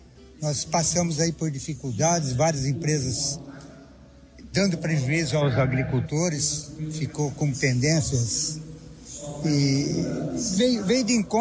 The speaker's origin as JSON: {"language": "Portuguese", "town": "Sertanópolis", "region": "Paraná", "country": "Brazil", "tie": "born or raised there", "said": "Nasci em Sertanópolis."}